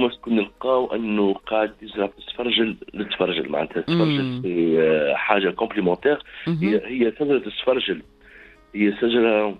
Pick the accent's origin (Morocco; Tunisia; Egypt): Tunisia; عندنا في تونس